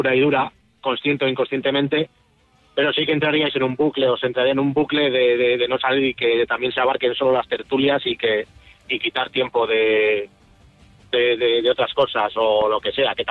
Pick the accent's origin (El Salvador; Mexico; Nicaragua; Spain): Spain; Portugalete, Basque Country; Vivimos cerca, me refiero a que yo soy de Portugalete, que llaman varias ocasiones.